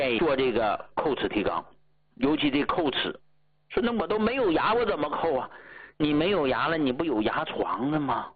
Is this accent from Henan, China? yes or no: no; Hegang, Heilongjiang, China; moved away; 我老家呀是黑龙江鹤岗的